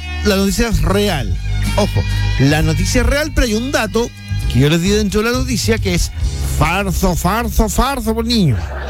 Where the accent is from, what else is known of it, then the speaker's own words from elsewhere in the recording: Argentina; Mirá, soy argentino, que sí.